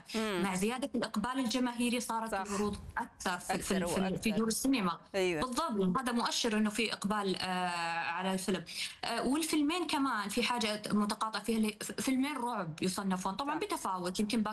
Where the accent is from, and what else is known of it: Saudi Arabia